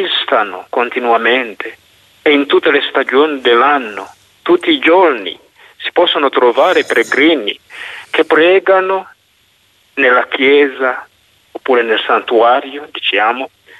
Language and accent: Italian; Uganda; Italian is a second language; now in Italy; vengo dall'Uganda, che è un nuovo priore del santuario e anche comunità di Pietralba.